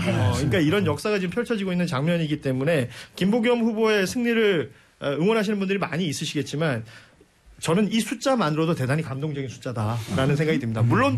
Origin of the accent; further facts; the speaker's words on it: Ulsan, South Korea; 제가 영남권에, 저도 울산 출신이라서요.